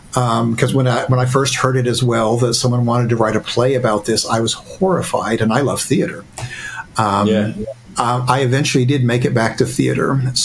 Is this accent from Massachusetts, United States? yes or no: no; Ohio, United States; I don't wear plaid, but just because I come from Ohio, there's always this assumption.